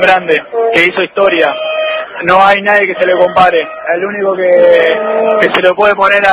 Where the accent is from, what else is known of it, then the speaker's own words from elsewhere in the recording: Argentina; Somos argentinos, nada más para decirle.